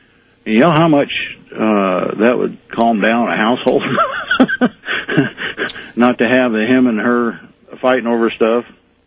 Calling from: Alto, Texas, United States; from Alto, Texas.

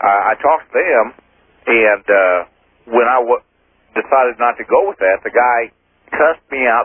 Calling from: Kansas City, Missouri, United States; Kansas City.

